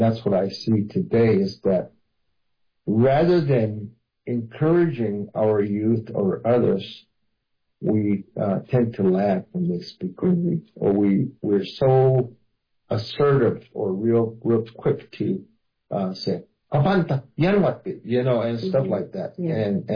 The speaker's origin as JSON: {"language": "English", "region": "Arizona", "country": "United States", "first_language": "Hopi", "second_language": "English"}